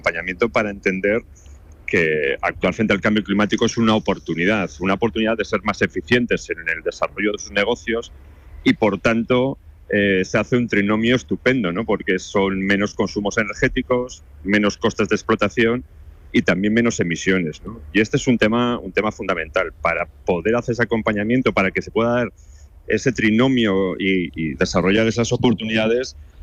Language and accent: Spanish; Spain; tal y como somos los españoles